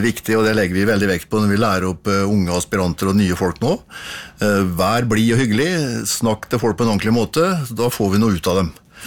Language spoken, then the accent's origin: Norwegian; Fredrikstad, Østfold, Norway; Altså, jeg vokste opp på Rolse og jeg gikk på skole her I Fredrikstad og sånn